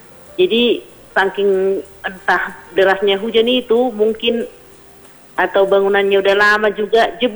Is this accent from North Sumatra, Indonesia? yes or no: yes; North Sumatra, Indonesia; born there; now in Ronggur Nihuta, Samosir, Indonesia; kalau di tempat kelahiranku di Samosir juga, tapi udah apa? Kalau di sana melimpah airnya.